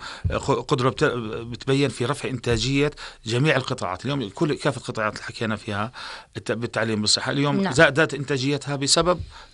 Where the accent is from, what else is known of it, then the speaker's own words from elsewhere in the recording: Jordan; وفي العالم عندنا بالأردن وبالعالم في التجارة الإلكترونية